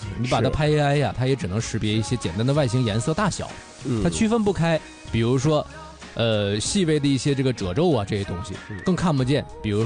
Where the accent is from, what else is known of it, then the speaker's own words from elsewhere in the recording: Northeast China, China; 东北人我觉得尤其咱们这边啊，